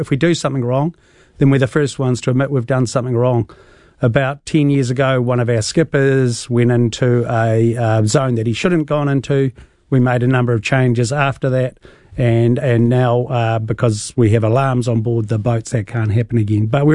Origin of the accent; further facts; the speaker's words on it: Southland, New Zealand; He was an inshore fisherman in Southland, so I grew up in Southland.